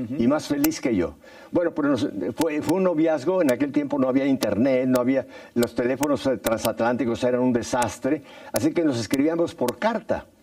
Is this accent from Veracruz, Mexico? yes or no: no; Mexico City, Mexico; O sea, yo tuve la fortuna de nacer en esa bellísima Ciudad de México. Me crié en Ciudad de México. Toda mi formación fue con los jesuitas.